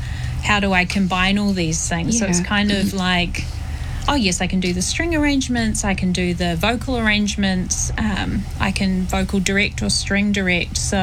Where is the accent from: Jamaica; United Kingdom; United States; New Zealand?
New Zealand; Well, I'm Samoan Kiwi, so my mum was born in Samoa, and my dad is European